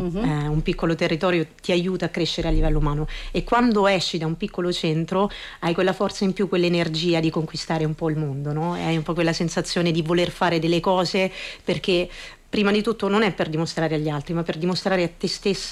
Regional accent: Molise, Italy; also born or lived in Rome; now in Milan, Italy

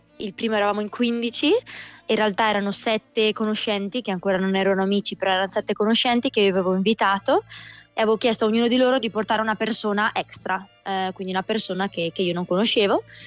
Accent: Trento, Trentino-Alto Adige, Italy; accent: Trentino; moved away as an adult; also born or lived in Amsterdam; now in Majorca, Spain; ho 28 anni, e sono di Trento, ma sono qua a Maiorca da direi 5 anni, non dico direi perché sono venuta qua 5 anni fa per un anno, poi sono andata a Amsterdam per 2 anni, ma facevo un po' avanti e indietro, invece 3 anni fa mi sono ritrasferita ufficialmente.

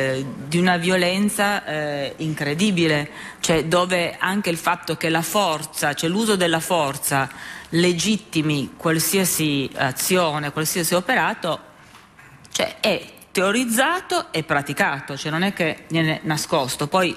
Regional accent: Turin, Piedmont, Italy; io sono di Torino, quindi stiamo parlando del Piemonte, che ha moltissimi comuni

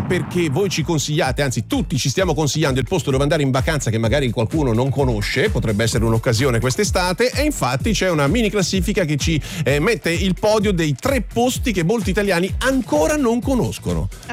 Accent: Novara, Piedmont, Italy; io sono di Novara, vicino a casa mia c'è il Lago d'Orta.

